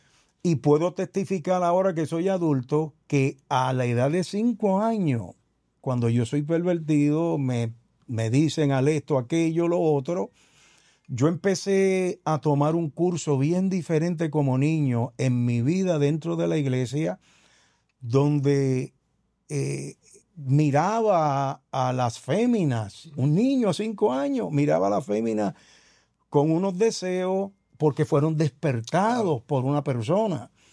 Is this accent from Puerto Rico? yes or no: yes; Carolina, Puerto Rico; also born or lived in Bayamón, Puerto Rico; mis padres me enseñaron el temor a Dios desde pequeño. Y fui criado hasta los 14 años, aproximadamente en el barrio Santa Cruz, en Carolina.